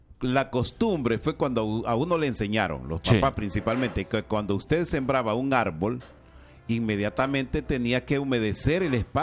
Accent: Honduras; somos todos los hondureños

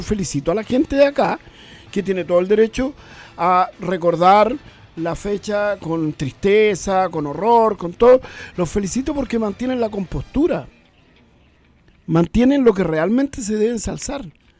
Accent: Chile; Si algún día tenemos que reencontrarnos como chilenos

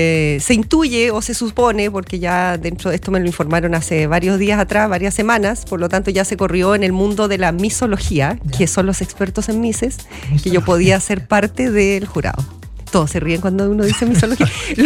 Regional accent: Chiloé, Los Lagos, Chile; Árabe, de repente. Depende, a veces soy media española. También soy chilota.

